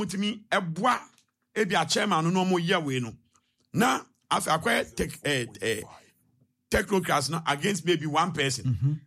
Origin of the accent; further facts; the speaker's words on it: Ghana; I'm telling you my pain as a Ghanaian.